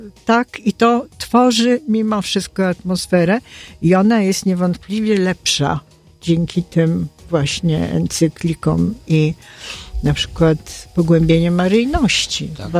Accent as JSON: {"language": "Polish", "country": "Bulgaria", "moved": "yes", "said": "Ja pochodzę z Bułgarii"}